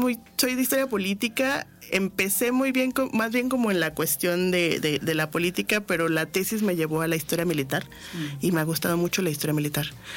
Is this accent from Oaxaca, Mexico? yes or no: yes; Oaxaca, Mexico; moved away as an adult; also born or lived in Tehuacán, Puebla; now in Aguascalientes, Mexico; Soy oaxaqueña, residida en Aguascalientes hace más de 22 años